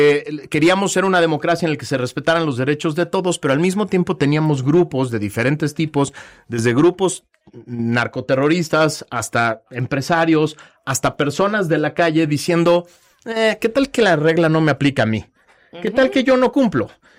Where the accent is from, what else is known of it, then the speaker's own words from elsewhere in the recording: Mexico; cuando en un grupo social como los mexicanos empezamos a ver que desde el más alto nivel del poder político, económico, social, no cumplir con las reglas